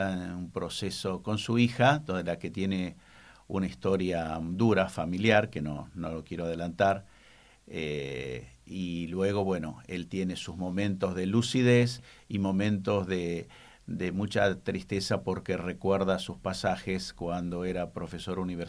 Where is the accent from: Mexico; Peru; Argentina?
Argentina; Arroyo Seco, Santa Fe; moved away; Hice teatro de adolescente ya hace muchos años, cuando estaba en mi pueblo natal, Arroyo Seco, y haciendo teatro en la secundaria